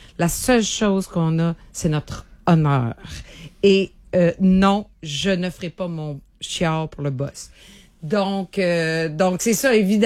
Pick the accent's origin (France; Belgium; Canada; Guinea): Canada; New Richmond, Quebec; Moi, je viens de New Richmond en Gaspésie.